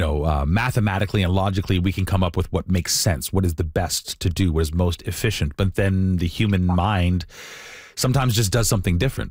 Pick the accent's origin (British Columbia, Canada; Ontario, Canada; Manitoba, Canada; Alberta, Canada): Manitoba, Canada; Winnipeg; I grew up in Winnipeg, and there was a mall, Portage Place.